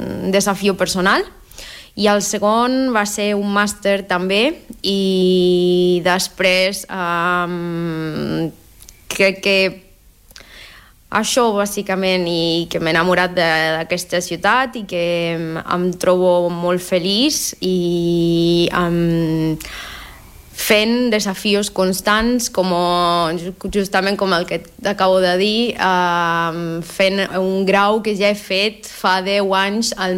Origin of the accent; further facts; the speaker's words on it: Argentina; Catalan is a second language; moved away as an adult; now in Barcelona, Spain; sóc de l'Argentina. Fa 5 anys que visc aquí a Barcelona. Sóc professora d'anglès